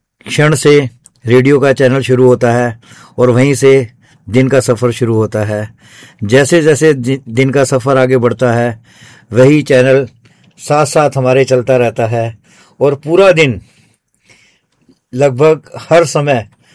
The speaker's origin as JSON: {"language": "Hindi", "town": "Ambala", "region": "Haryana", "country": "India", "said": "अंबाला का रहने वाला हूं।"}